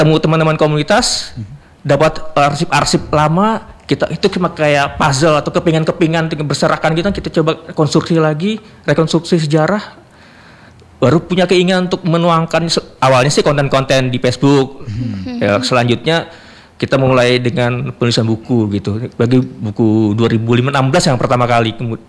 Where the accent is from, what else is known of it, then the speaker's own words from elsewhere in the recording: Samarinda, East Kalimantan, Indonesia; moved away as an adult; ketika saya bekerja di luar Kaltim, nah itu ada perasaan kangen sama kampung halaman